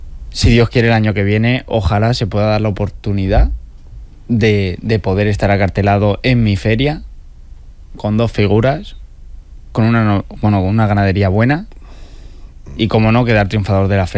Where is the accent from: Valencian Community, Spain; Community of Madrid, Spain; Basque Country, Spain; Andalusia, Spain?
Valencian Community, Spain; Alicante; poco a poco voy creando ilusión en mi tierra, en los aficionados de Alicante y en los aficionados de la Comunidad Valenciana.